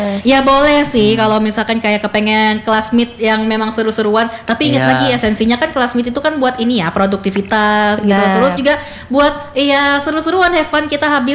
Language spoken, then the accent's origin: Indonesian; Samarinda, East Kalimantan, Indonesia; Karena aku tuh udah lahir dan besar di Samarinda gitu.